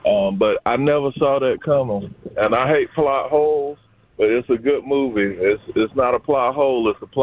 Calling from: Chapel Hill, North Carolina, United States; I'm calling. I'm from Chapel Hill, North Carolina.

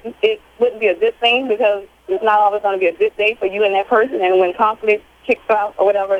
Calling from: Baton Rouge, Louisiana, United States; I'm calling from Baton Rouge, Louisiana.

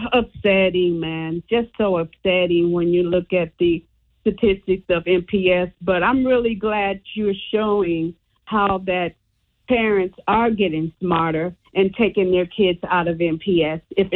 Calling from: Milwaukee, Wisconsin, United States; It's a great day in Milwaukee.

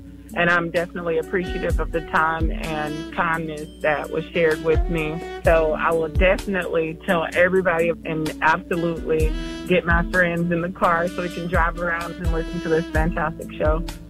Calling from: Killeen, Texas, United States; I'm calling from Killeen, Texas, Central Texas area.

